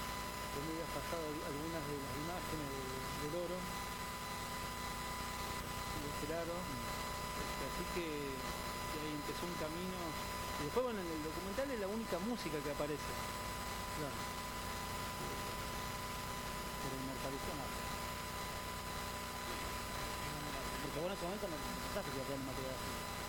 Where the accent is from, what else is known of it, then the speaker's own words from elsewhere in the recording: Tucumán, Argentina; yo soy de Tucumán